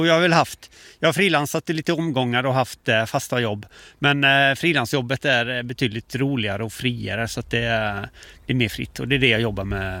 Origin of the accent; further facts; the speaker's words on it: Halmstad, Halland County, Sweden; also born or lived in Stockholm; now in Gothenburg, Sweden; jag bodde i Stockholm i... fram till 2013, jag kommer från Halmstad från början. Och sen så bodde jag fram till 2013 och flyttade till Göteborg.